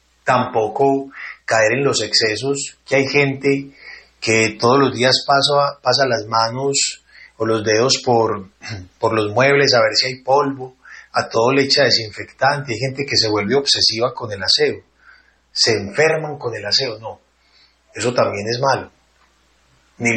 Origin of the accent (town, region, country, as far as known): Colombia